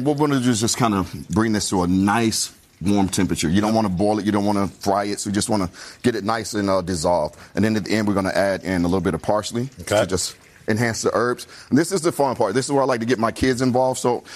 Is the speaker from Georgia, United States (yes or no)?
yes; Georgia, United States; born there; I'm from Georgia. I was born in Georgia.